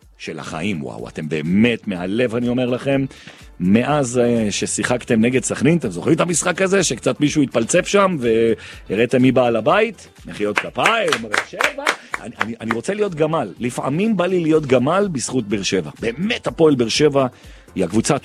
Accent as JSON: {"language": "Hebrew", "town": "Jerusalem", "region": "Jerusalem District", "country": "Israel", "said": "אני ירושלמי"}